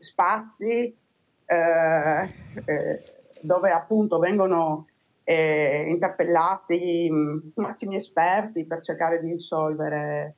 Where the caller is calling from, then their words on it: Friuli-Venezia Giulia, Italy; io sono del Friuli Venezia Giulia